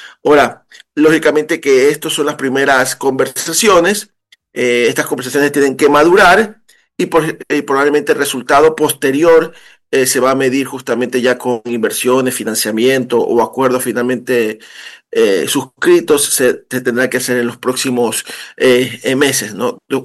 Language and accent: Spanish; Ecuador; para nosotros como ecuatorianos